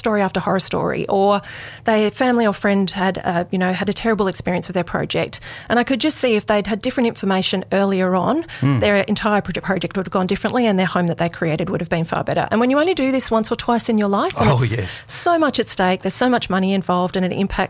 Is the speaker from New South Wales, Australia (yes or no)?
yes; Sydney, New South Wales, Australia; moved away as an adult; also born or lived in Brisbane / London; now in Northern Rivers, Australia; So, yes, I grew up in Sydney and I did my architectural degree there.